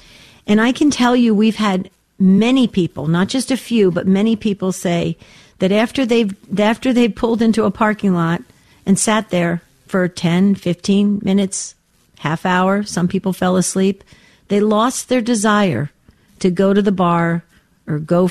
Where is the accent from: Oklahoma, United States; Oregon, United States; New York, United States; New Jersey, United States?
New Jersey, United States; I was born and raised in New Jersey